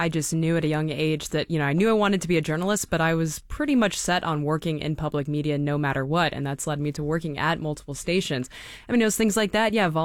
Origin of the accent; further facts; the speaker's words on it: Carbondale, Illinois, United States; now in Baltimore, United States; growing up in Southern Illinois. I lived in a small town in Carbondale, Illinois